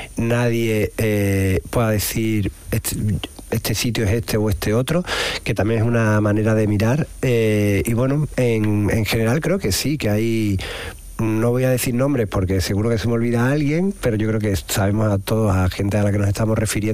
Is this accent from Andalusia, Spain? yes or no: yes; Andalusia, Spain; accent: Andalusian; Yo creo que tenemos un acento precioso que bueno, que puede tener cualquier personaje en una película, desde un banquero a quien sea, ¿no? Y creo que esta generación de cineastas, digamos, más jóvenes andaluces, no tiene ningún complejo en ese sentido